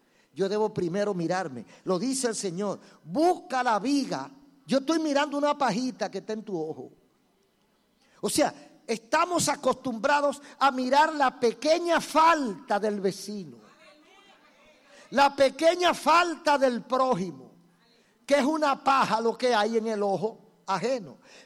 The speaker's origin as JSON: {"language": "Spanish", "country": "Dominican Republic", "said": "mi país, República Dominicana"}